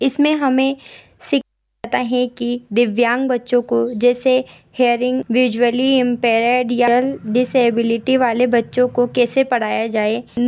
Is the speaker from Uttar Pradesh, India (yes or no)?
no; Iklera, Rajasthan, India; मैं इकलेरा की रहने वाली हूँ।